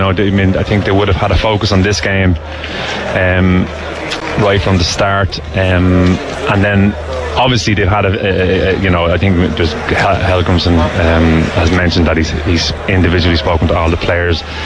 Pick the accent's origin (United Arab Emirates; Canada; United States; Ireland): Ireland; as an Irish person